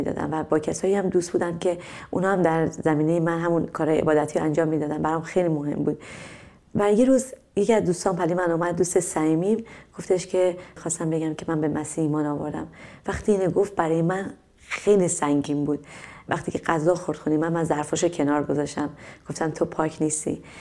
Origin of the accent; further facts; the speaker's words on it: Iran; من از یه خانواده مذهبی خیلی شدیدی هستم توی ایران و توی خانواده بزرگ شدم